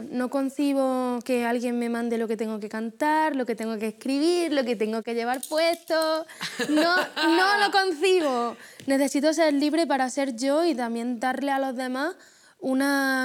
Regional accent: Andalusia, Spain; yo soy andaluza

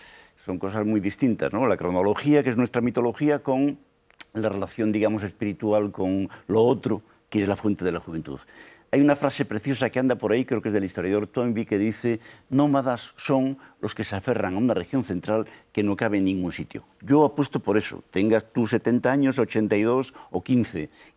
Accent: Galicia, Spain; yo como gallego soy desconfiado.

